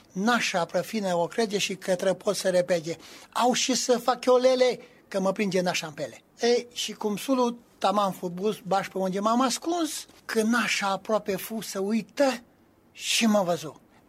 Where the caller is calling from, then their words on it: Reșița, Caraș-Severin, Romania; din Reșița